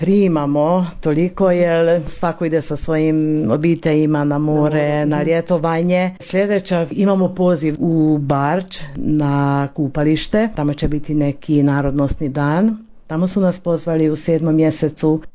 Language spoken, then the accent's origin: Croatian; Martinci, Baranya, Hungary; kod nas u Martincima